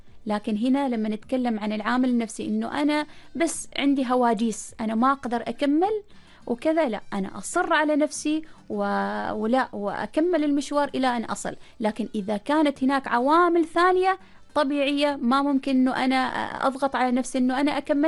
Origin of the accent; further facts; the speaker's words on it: Oman; أنا كوني شابة عمانية